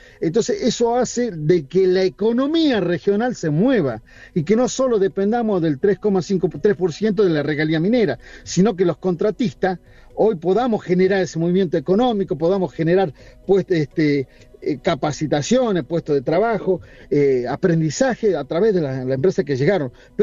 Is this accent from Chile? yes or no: no; Argentina; estamos constantemente tratando de entender la política económica e ir para adelante como argentinos, ¿no?